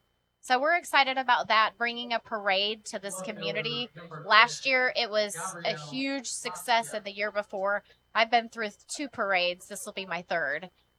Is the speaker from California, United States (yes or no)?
no; Evansville, Indiana, United States; I grew up in Jacobsville